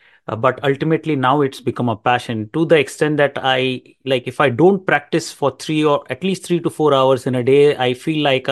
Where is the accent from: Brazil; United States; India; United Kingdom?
India; now in Canada; I'm originally from India. I've migrated here to Canada in 2014